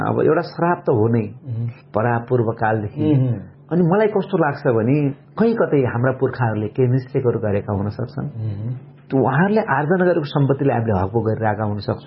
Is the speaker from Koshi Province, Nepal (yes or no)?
no; Surkhet, Karnali Province, Nepal; त्यो सपना यहाँ सुते तापनि म सुर्खेतको देखेँ जुन घरमा म जन्मेको हुर्केको ठाउँ थियो.